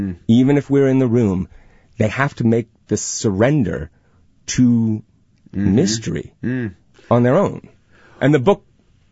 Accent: California, United States; born or raised there

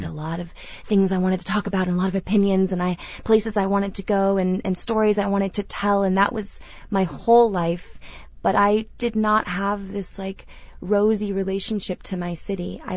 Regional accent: San Francisco, California, United States; I grew up in like a classic Edwardian in the inner Richmond and going to Golden Gate Park

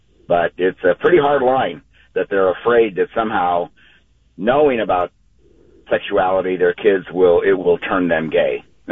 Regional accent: Albuquerque, New Mexico, United States; now in Santa Clara, United States; I grew up in New Mexico, in Albuquerque

